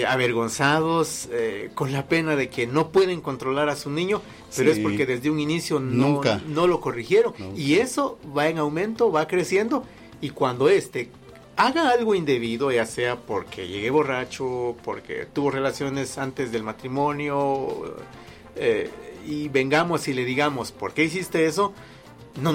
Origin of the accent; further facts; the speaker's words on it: Guatemala; como soy ciudadano guatemalteco, tengo derecho de votar